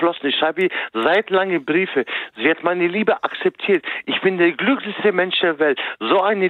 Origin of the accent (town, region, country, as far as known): Münster, North Rhine-Westphalia, Germany; born there; also born or lived in Turkey